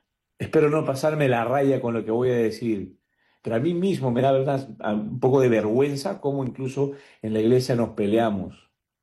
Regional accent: Peru; La fe nos anima, la fe como pueblo peruano con nuestras penas, con nuestras alegrías, nos hace sonreír.

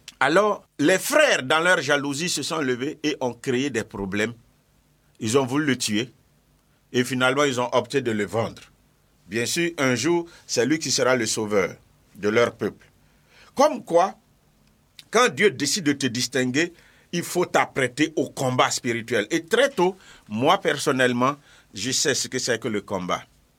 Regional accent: Bondoukou, Zanzan, Côte d’Ivoire; Je suis natif de Bondoukou

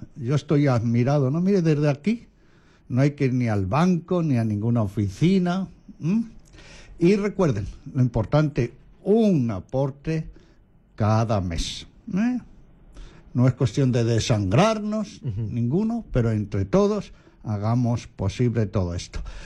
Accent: Castile and León, Spain; now in Peru

